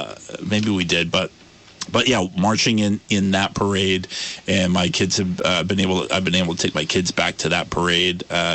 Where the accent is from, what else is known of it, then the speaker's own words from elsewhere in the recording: Brandon, Vermont, United States; I mean, again, I grew up in Brandon, Vermont, and I've been really, I feel like when I was growing up in Brandon, I didn't hear anything about Davenport.